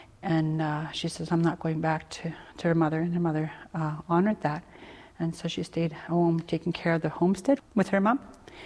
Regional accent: Cold Lake, Alberta, Canada; I was born and raised in Cold Lake, First Nations, yes. We were raised from parents that … they raised us in the Catholic Church.

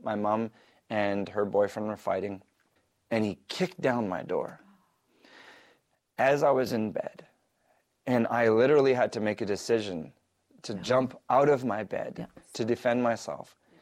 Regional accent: Winnipeg, Manitoba, Canada; now in Calgary, Canada; And, you know, throughout the years, so then I moved from Winnipeg to Calgary. Then I become a Calgary Stampeders fan, okay?

